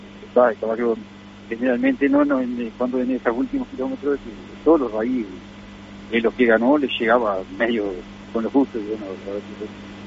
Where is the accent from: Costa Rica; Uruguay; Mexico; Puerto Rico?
Uruguay; Paso Pereira, Cerro Largo; also born or lived in Santa Clara de Olimar; Yo soy de Paso Pereira, represento a Arévalo